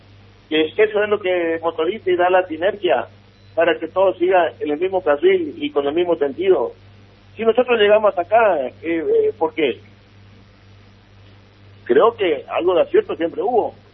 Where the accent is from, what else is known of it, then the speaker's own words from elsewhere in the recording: Chaco, Argentina; nuestra provincia del Chaco